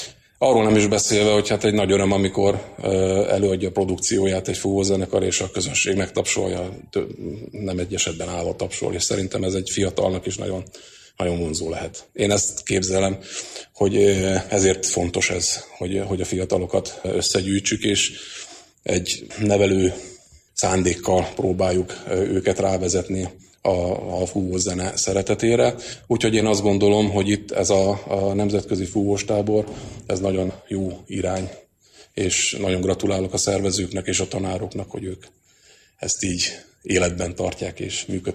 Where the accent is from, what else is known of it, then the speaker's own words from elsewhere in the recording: Fehérgyarmat, Szabolcs-Szatmár-Bereg, Hungary; Én egy kisvárosból származom, Fehérgyarmatról